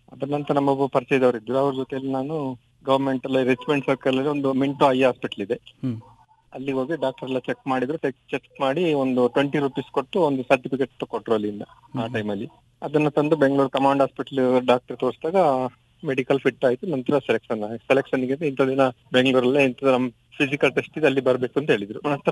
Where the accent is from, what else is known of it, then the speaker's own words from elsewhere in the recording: Karnataka, India; ನಮ್ಮ ಊರು ಸುಮಾರ್ಪೇಟೆ ತಾಲೂಕು ಆಲೂರು ಸಿದ್ದಾಪುರ ಪಂಚಾಯತಿ ದೊಡ್ಡ ಕಣಗಾಲ್ ಗ್ರಾಮ. ನಮ್ಮದು ನಾನು ನನ್ನ ಪ್ರಾಥಮಿಕ ಶಿಕ್ಷಣವನ್ನು ಅಲ್ಲೇ ಸೋಮವಾರಪೇಟೆ ಆಲೂರು ಸಿದ್ದಾಪುರದ ಸರ್ಕಾರಿ ಮಾದರಿ ಪ್ರಾಥಮಿಕ ಶಾಲೆಯಲ್ಲಿ ಮುಗಿಸಿ